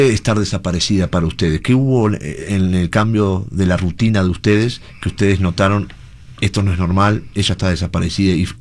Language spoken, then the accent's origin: Spanish; Uruguay